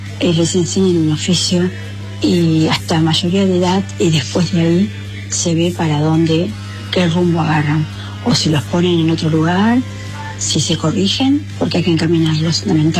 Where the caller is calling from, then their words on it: Paso del Rey, Buenos Aires Province, Argentina; de Paso del Rey.